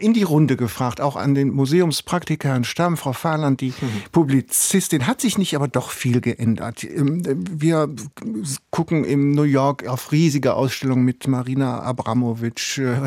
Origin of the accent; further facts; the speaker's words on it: Rhineland, Germany; Mir als Rheinländer